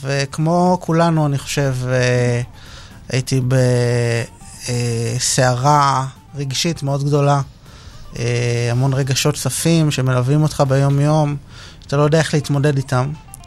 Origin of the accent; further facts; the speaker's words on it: Rishon LeZion, Central District, Israel; now in Holon, Israel; אני מחולון, במקור מראשון.